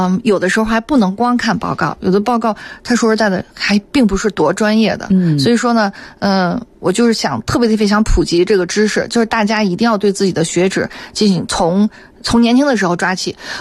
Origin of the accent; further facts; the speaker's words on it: China; 但是根据我的观察，我们中国人大部分35岁以后，这个血管的这个健康状态就非常差了。